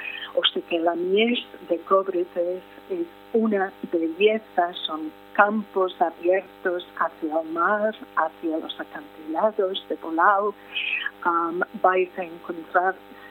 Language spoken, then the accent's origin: Spanish; Ireland; Spanish is a second language; moved away as an adult; also born or lived in Dublin; now in Madrid, Spain; ¿Verdad que el acento me delata, no? Pues yo soy de Irlanda, soy irlandesa, pero afincada en Madrid desde hace 40 años y también pues residente temporal, cada vez más residente aquí en Nogales, en Alfoz de Lloredo, pero soy irlandesa.